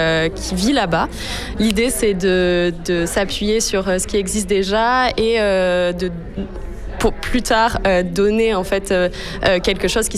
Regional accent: Sanary-sur-Mer, Provence-Alpes-Côte d'Azur, France; Je viens de Sanary-sur-Mer, donc pas très loin de Marseille, et j'ai 26 ans.

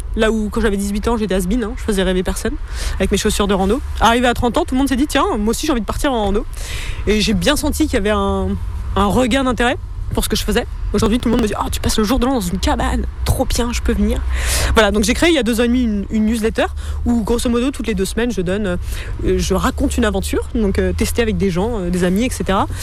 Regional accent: Île-de-France, France; j'ai 32 ans, je suis parisienne, j'ai grandi en banlieue parisienne

